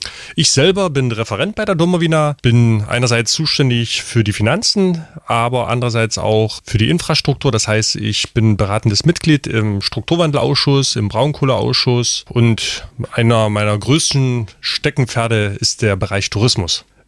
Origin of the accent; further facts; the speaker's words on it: Lusatia, Germany; moved away; Ich bin mittlerweile 42 Jahre alt, lebe in der Lausitz, bin in der Lausitz geboren, war zwischenzeitlich mal außerhalb der Lausitz gewesen, aber mich hat es wieder zurück in meine Heimat gezogen.